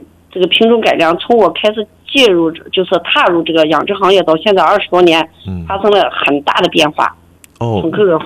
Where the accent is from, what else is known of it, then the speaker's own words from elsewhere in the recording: China; 第一就是我也是本地人，土生土长的峨眉人，我对这块土地还是有感情的。